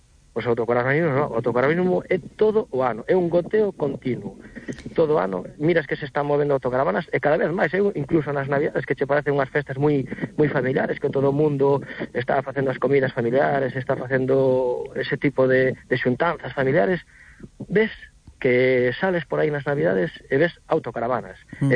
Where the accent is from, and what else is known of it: Redondela, Galicia, Spain